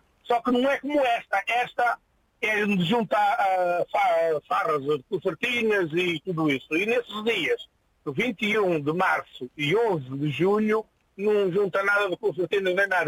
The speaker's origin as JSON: {"language": "Portuguese", "town": "Paranhos", "region": "Braga", "country": "Portugal", "tie": "born or raised there", "said": "Só deixar falar da minha terra, que também vamos ter as festas agora este fim de semana. Então aproveita. Na freguesia de Paranhos, Conselho de Amares, essa."}